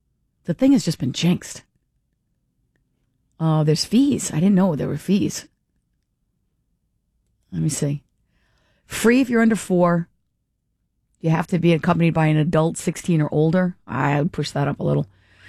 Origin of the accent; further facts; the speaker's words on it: Warwick, Rhode Island, United States; I did not grow up in Cranston. Many people say, are you from Cranston? No, I grew up mostly in Warwick, a few years away.